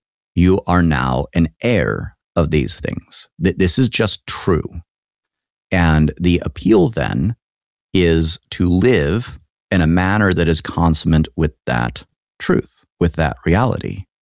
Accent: New Mexico, United States; now in Midwest, United States; So, I'm not a Midwesterner by birth or anything. I'm from New Mexico originally. But having been in the Midwest for a while

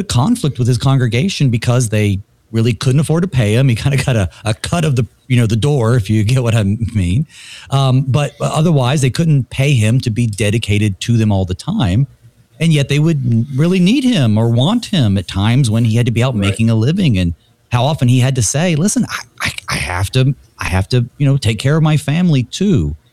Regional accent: North Carolina, United States; When I was growing up in Western North Carolina

